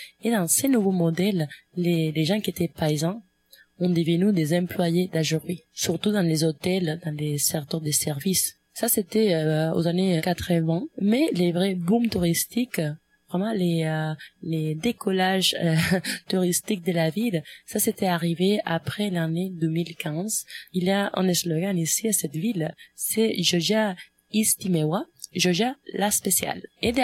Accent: Spain; now in Canada

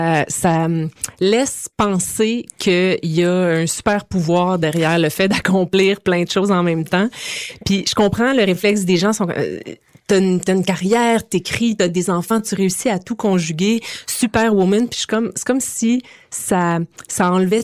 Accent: Montreal, Quebec, Canada

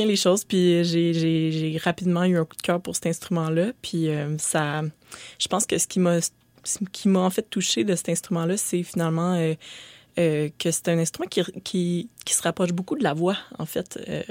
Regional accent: Saint-Jérôme, Quebec, Canada; Surtout pas dans mon patelin de région de Saint-Jérôme.

